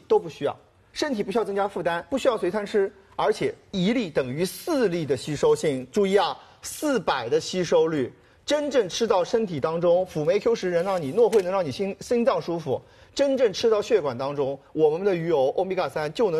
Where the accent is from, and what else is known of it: Shanghai, China